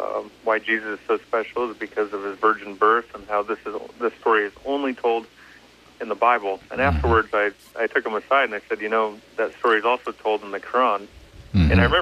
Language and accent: English; Midwest, United States; moved away as an adult; also born or lived in Nebraska / Azerbaijan; now in Minnesota, United States; I grew up here in the Midwest, Nebraska and Minnesota, and really had no exposure to Islam. But when I moved overseas, I moved into the Caucasus first, in between Iran, Turkey, and Russia, and was working in Azerbaijan.